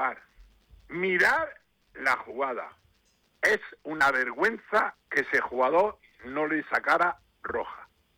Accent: Almería, Andalusia, Spain; now in Balearic Islands, Spain; yo soy de Almería, vivo en Baleares.

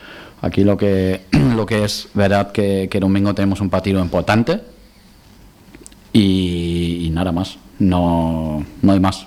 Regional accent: Balearic Islands, Spain; Hay que levantarse, somos baleares que ya sabemos cómo es caer y levantarse

